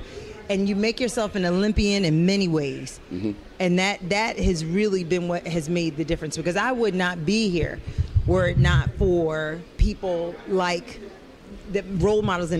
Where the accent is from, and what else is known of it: Philadelphia, Pennsylvania, United States; born or raised there